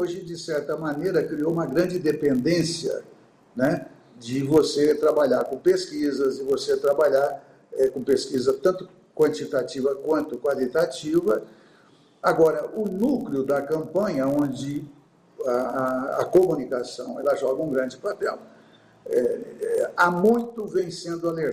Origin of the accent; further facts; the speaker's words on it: Serra Azul, São Paulo, Brazil; sou de Serra Azul